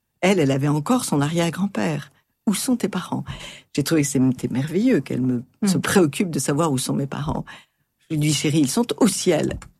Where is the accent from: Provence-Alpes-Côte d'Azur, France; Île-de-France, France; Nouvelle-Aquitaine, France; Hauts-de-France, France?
Provence-Alpes-Côte d'Azur, France; Marseille; que leur maman est marseillaise et pied-noir.